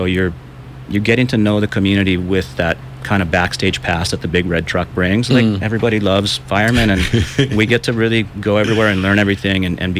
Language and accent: English; Kauai, Hawaii, United States; A little bit about myself, I'm born and raised on Kauai. I grew up on the North Shore of Kauai. Went to school through the public system around the North Shore